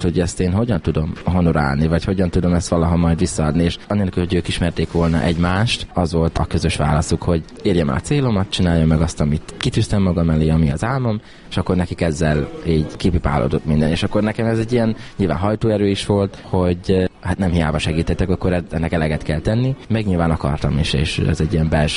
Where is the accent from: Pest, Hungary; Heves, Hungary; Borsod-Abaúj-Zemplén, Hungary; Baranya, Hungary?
Heves, Hungary; Kápolna; born or raised there